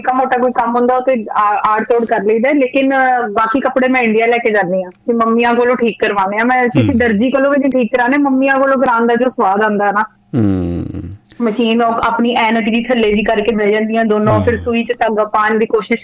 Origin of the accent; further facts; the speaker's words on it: Punjab, India; ਮੇਰਾ ਪਿੰਡ ਵੀ ਤੁਹਾਡੇ ਨਵਾਂ ਸ਼ਹਿਰ ਦੇ ਕੋਲ ਹੀ ਸੀਗਾ